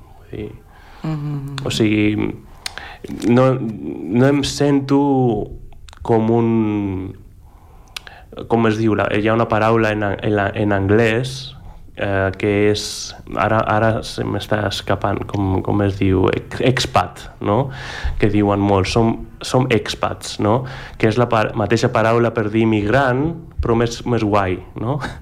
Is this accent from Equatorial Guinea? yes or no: no; Greece; Catalan is a second language; moved away as an adult; now in Catalonia, Spain; jo també sóc de Grècia, sóc d'aquí, sóc... són parts meves, totes dues.